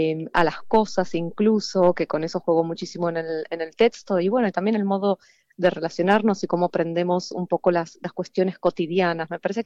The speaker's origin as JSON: {"language": "Spanish", "country": "Argentina", "tie": "born or raised there", "moved": "yes", "lives_now": "Spain"}